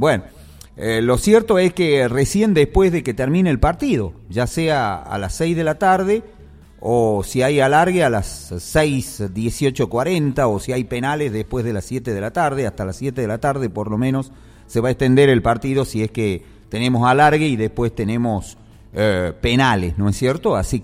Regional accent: Argentina; Somos argentinos.

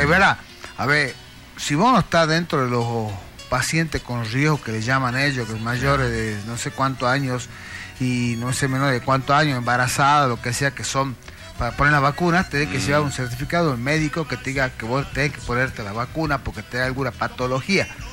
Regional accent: Salta, Argentina; Yo soy salteño

